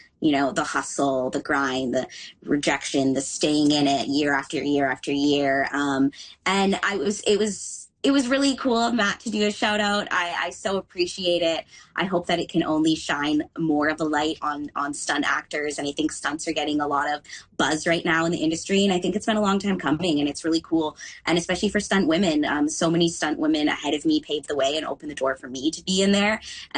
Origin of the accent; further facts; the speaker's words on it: Canada; And I feel really proud as a Canadian too.